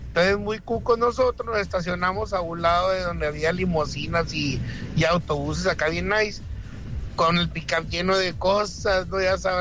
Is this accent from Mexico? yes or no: yes; Mexico; Somos mexicanos.